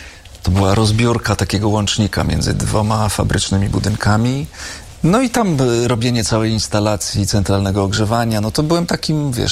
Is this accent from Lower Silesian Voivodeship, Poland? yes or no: no; Łódź, Łódź Voivodeship, Poland; wychowałem się w drewnianym domu na Bałutach.